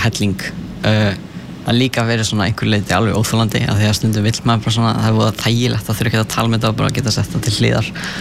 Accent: Vatnsnes, Northwestern Region, Iceland; Já, ég er frá Vatnsnesi.

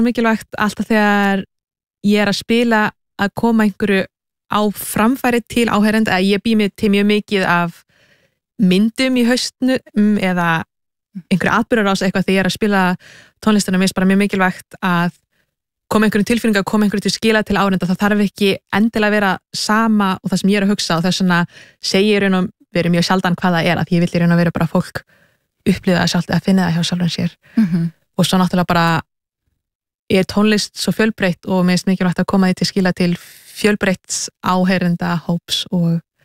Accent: Kollafjörður, Capital Region, Iceland; now in Germany; Sko, náttúrulega, í Kollafirði eru fá hús, þannig að ég var náttúrulega mjög mikið út að leika sem barn og náttúrulega mjög mikið náttúra.

